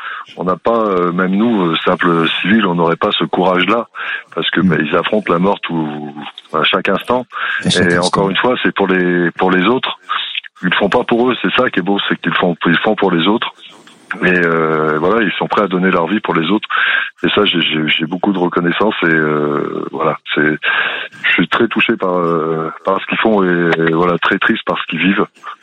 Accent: Auvergne-Rhône-Alpes, France; Je suis en Charente, mais je suis du Cantal à la base, mais je suis en Charente.

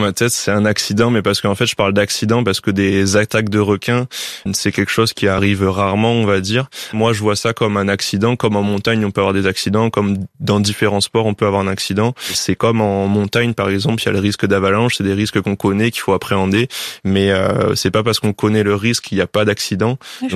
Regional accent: L'Étang-Salé, Réunion; moved away as an adult; also born or lived in Bayonne; moi j'ai toujours vécu proche de l'eau, je suis originaire de La Réunion

